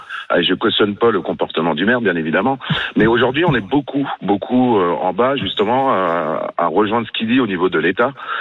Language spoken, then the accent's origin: French; Brittany, France; Ouais, je suis breton. Je me considère vraiment breton avant d'être français. Je suis très fier de ma région. Je suis très fier d'où je suis.